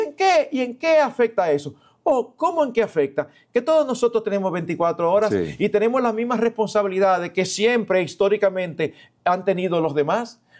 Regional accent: Santo Domingo, Distrito Nacional, Dominican Republic; Eduardo, tú y yo crecimos aquí en Santo Domingo.

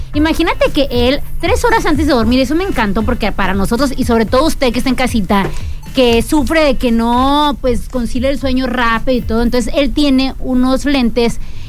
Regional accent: Mexico

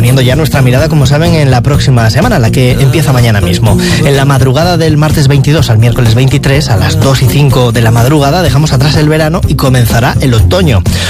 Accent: Castile and León, Spain; nos vamos a ir ahora a mi tierra, nos vamos a la provincia de León, concretamente al Bierzo, al Valle de Compludo

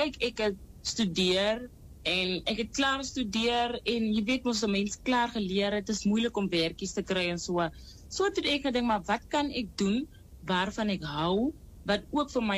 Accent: Upington, Northern Cape, South Africa; Ek is groot geword in Appington, ook hier gebore. Ek het by my ouma groot geword.

